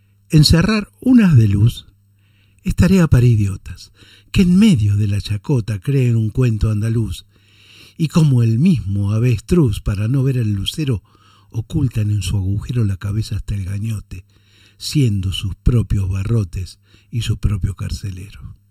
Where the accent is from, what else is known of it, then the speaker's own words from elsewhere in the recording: Argentina; Es increíble que esto esté pasando en mi país.